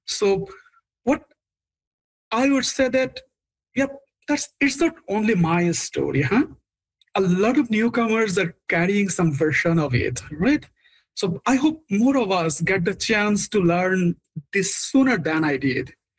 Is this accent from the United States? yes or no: no; Bangladesh; As you already know that I'm from Bangladesh, right?